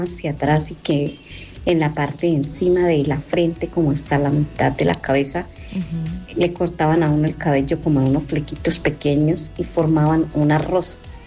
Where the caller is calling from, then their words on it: Mogotes, Santander, Colombia; Acá reportando sintonía de Mogotes.